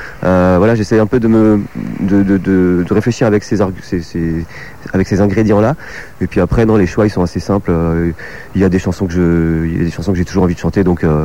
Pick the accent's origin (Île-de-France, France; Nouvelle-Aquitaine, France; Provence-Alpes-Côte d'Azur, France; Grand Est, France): Grand Est, France; Nancy; Moi, je viens de Nancy.